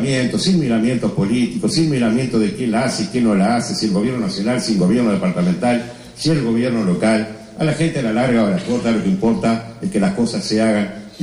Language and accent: Spanish; Carmelo, Colonia, Uruguay; está muy cerquita de mi pueblo de Carmelo